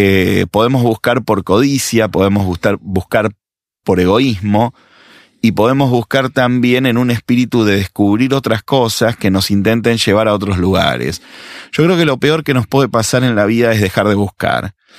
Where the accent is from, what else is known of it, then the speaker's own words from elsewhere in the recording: Argentina; Hace poco vi una serie filmada en mi país, en Argentina